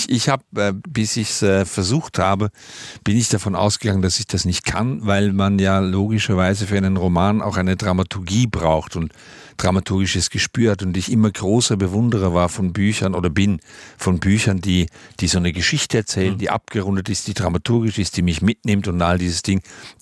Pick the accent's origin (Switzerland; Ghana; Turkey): Switzerland; ich habe als Kind aufgewachsen in der Schweiz, eben auch in diesen sehr miefigen 60er Jahren.